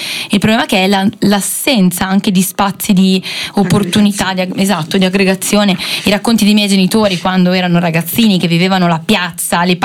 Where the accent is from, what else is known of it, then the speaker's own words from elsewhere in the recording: Saronno, Lombardy, Italy; moved away; Allora, io me ne sono andata da Saronno, quindi gli aspetti negativi di Saronno ne ho sempre visti tanti, anche fin troppi.